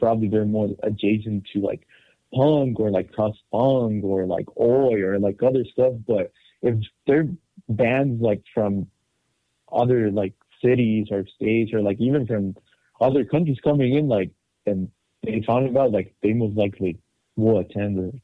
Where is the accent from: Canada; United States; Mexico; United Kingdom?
Mexico; Tijuana, Baja California; English is a second language; And I was born in Tijuana as well. Born and raised, lived all my life in here.